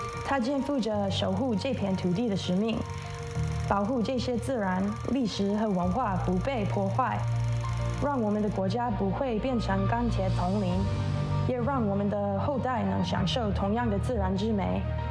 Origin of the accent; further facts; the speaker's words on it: Florida, United States; 虽然我在佛罗里的出生长大，但这还是我第一次在这里的大沼泽地国家公园 Everglades National Park。